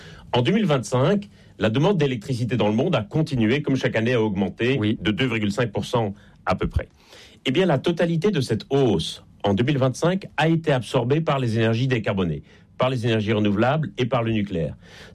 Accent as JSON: {"language": "French", "country": "Belgium", "moved": "yes", "lives_now": "Paris, France", "said": "ça s'entend un peu d'ailleurs à mon accent. Je suis en Belgique et je ne suis pas né en France, même si j'y habite"}